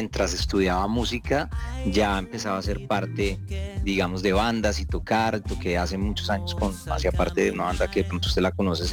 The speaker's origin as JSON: {"language": "Spanish", "town": "Tunja", "region": "Boyacá", "country": "Colombia", "tie": "born or raised there", "also_born_or_lived": "Bogotá", "moved": "yes", "said": "Yo nací en Tunja, Boyacá, y ahí mi mamá y mi familia como que me han regalado una guitarra"}